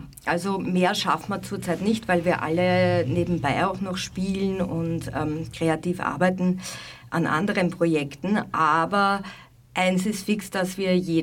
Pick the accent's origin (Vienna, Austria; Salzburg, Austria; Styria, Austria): Vienna, Austria; ich bin aus Floridsdorf, ich bin in Floridsdorf aufgewachsen und habe dort meine Jugend genießen dürfen.